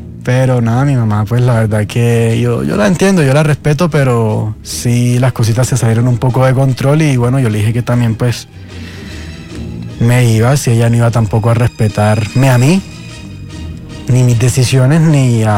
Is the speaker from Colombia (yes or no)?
yes; Cartagena, Bolívar, Colombia; Yo soy de Cartagena.